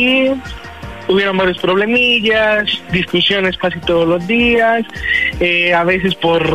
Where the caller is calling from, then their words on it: Ixtapaluca, State of Mexico, Mexico; Tengo 26 y soy de Iztapaluca, Estado de México.